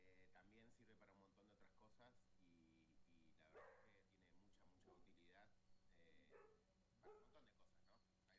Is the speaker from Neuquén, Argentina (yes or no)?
yes; Neuquén, Argentina; now in Bariloche, Argentina; entonces tengo mi familia allá, yo soy de Neuquén